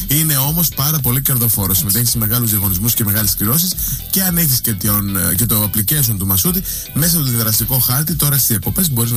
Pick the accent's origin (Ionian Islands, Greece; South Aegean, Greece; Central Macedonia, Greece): South Aegean, Greece; Amorgos; Εμεί στο νησί μου έχουμε μεγάλο πανηγύρι και χτε είχαμε, χτε το βράδυ, ναι, στην Αιγιάλη και σήμερα έχουμε στη χώρα τη Αμοργού